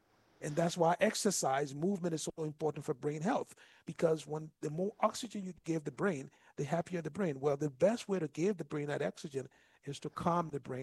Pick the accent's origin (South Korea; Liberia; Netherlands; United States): Liberia; moved away; I grew up in Liberia and West Africa. We had the Civil War in Liberia.